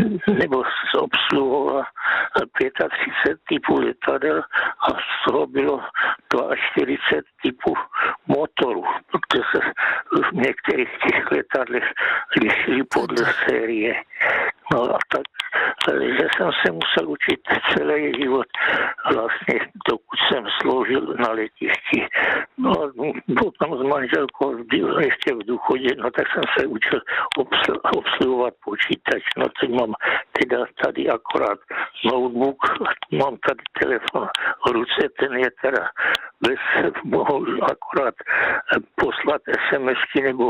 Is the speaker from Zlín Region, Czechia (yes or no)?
no; Ostrava, Moravian-Silesian Region, Czechia; born there; já od mládí jsem byl jako v Ostravě